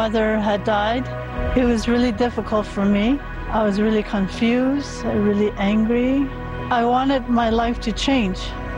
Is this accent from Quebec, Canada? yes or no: no; Northwest Territories, Canada; also born or lived in Délı̨nę; This is my ancestral land. I grew up here on Great Bear Lake. As an Indigenous person